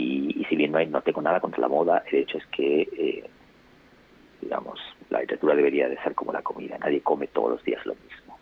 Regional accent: Argentina; moved away; más allá de que mi acento haya cambiado, que yo lleve hasta el tiempo más tiempo viviendo fuera de Argentina que en el país

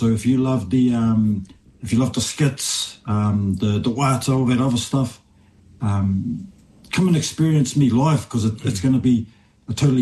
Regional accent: Whanganui, Manawatū-Whanganui, New Zealand; The other thing is too whānau, I'm from Whanganui.

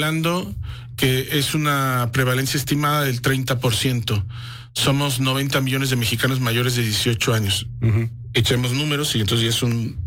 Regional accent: Veracruz, Mexico; yo soy de Veracruz, como dirían en Veracruz, depende el sapo o la pedrada.

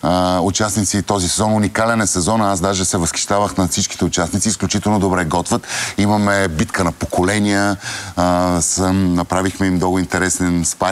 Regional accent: Sofia, Sofia City, Bulgaria; Аз съм софиянец, роден съм тук, моята баба е родена тук

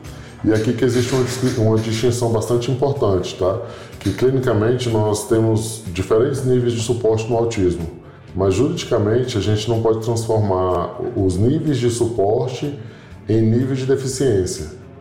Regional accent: Brasília, Federal District, Brazil; Fui criado em Ceilândia, Riacho Fundo.

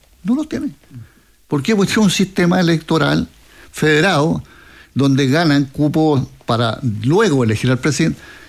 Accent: Chile; Yo soy chileno, por lo demás, ¿no?

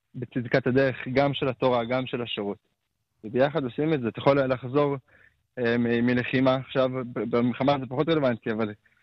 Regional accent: Jerusalem, Jerusalem District, Israel; אני מגיע מרקע חרדי קלאסי. תלמוד תורה בירושלים, ישיבה

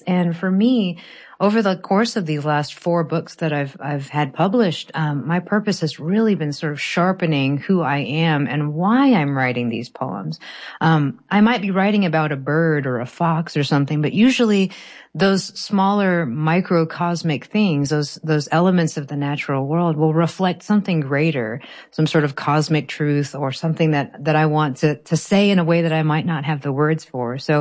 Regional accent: Houston, Texas, United States; born or raised there; also born or lived in Bangkok; now in Arkansas, United States

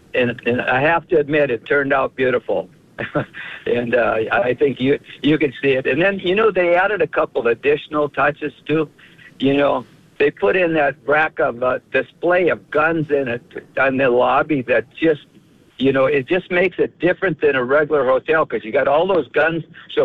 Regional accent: North Dakota, United States; So I'm from North Dakota.

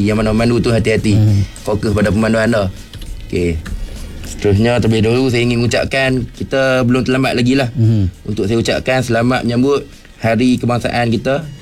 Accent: Perlis, Malaysia; Saya berasal daripada Perlis.

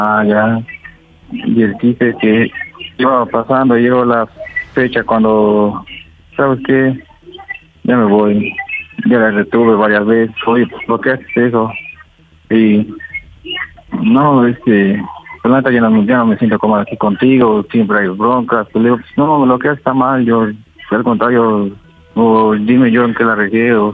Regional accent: Acuplavilco, Tlaxcala, Mexico; Tengo 29 años, soy de Acuplavilco, Tlaxcala.

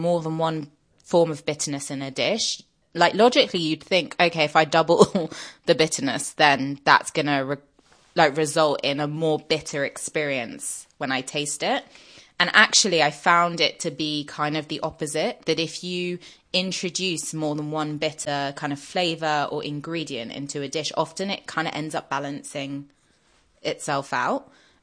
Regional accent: Paris, Île-de-France, France; because I grew up in Paris

